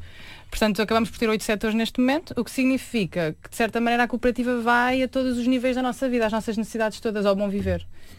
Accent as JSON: {"language": "Portuguese", "town": "Sintra", "region": "Lisbon", "country": "Portugal", "moved": "as an adult", "said": "eu sou de Sintra e fui viver para Lisboa, logo na minha altura de universitária"}